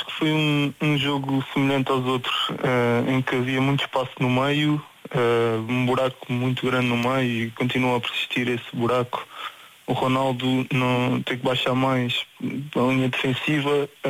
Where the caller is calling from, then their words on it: Portugal; como português e como amante de futebol